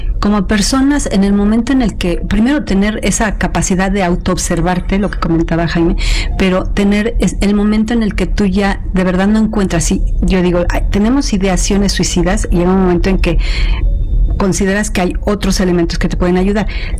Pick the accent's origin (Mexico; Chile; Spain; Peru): Mexico; los mexicanos somos así